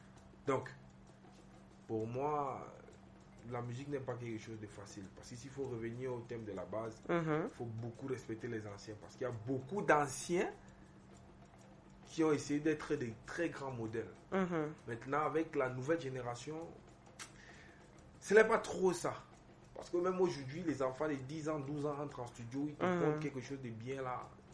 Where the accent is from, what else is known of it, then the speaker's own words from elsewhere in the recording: Cameroon; Parce que nous sommes camerounais.